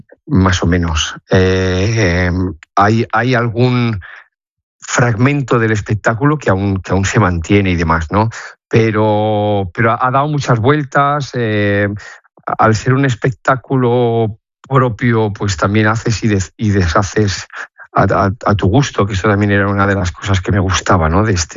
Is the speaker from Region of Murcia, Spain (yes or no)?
yes; Region of Murcia, Spain; es que yo vengo de Murcia, que aquello es una bañera.